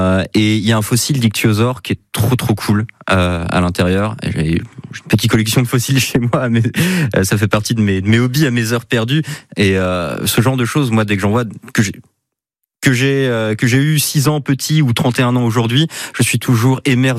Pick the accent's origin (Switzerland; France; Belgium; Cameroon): France; Bourgogne-Franche-Comté; born there; moved away; quand j'étais ado, je vivais en Franche-Comté avec ma famille